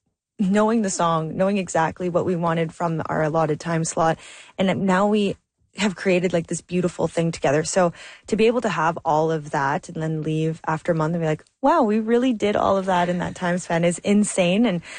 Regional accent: Thunder Bay, Ontario, Canada; moved away as an adult; I came from Thunder Bay, Ontario, which yes, is a city into some extent, but it's not Toronto, and that's where the industry is, and that's where I needed to be.

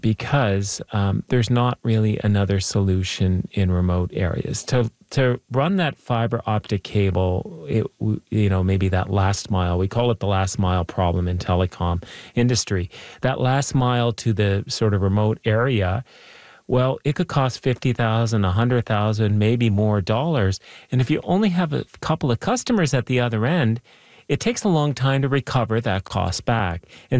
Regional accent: Nova Scotia, Canada; now in Toronto, Canada; I live now in Toronto, and I mean, there's hardly any Starlink service here in the city, but, you know, I'm from Nova Scotia

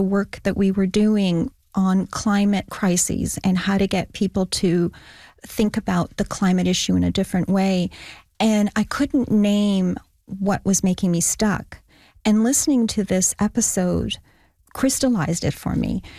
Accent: Mono, Ontario, Canada; I'm from Mono, Ontario, and I lead Kadima Village.

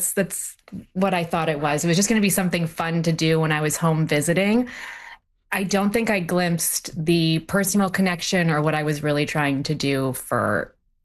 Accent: Kirkland Lake, Ontario, Canada; moved away; I very much experience my hometown as I am.

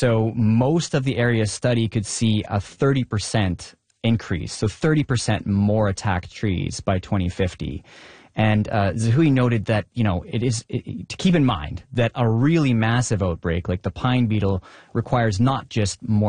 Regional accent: Prince George, British Columbia, Canada; So as a kid growing up in my hometown of Prince George, I just remember all the trees everywhere I looked dying

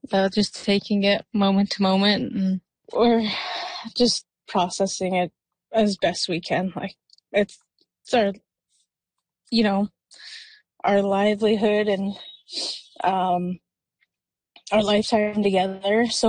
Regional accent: Penticton, British Columbia, Canada

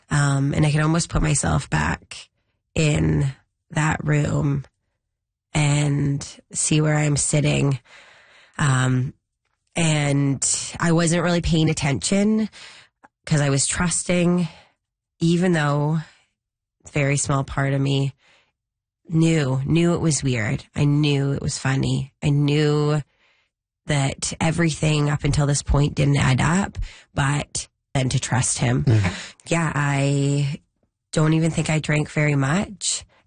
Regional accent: Vancouver, British Columbia, Canada; I'm from Vancouver area, lower mainland.

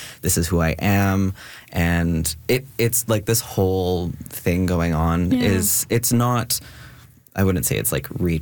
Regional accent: Kindersley, Saskatchewan, Canada; born there; So I grew up in Kindersley, Saskatchewan. And I wasn't out at the time. I moved to Saskatoon when I was about 12 years old.

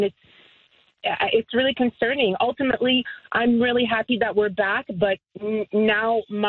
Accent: Canada; I've been kind of living the last 6 years, you know, in the environment of being in the United States as a Canadian, and my family being there as well.

